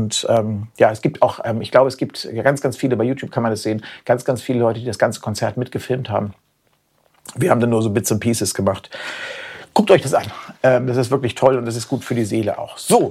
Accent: Germany; Denn wir sind Deutsche

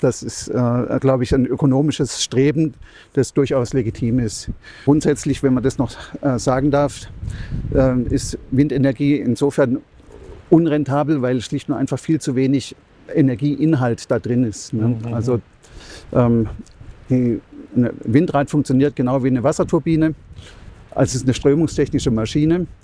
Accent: Freiburg, Baden-Württemberg, Germany; ich bin Freiburger.

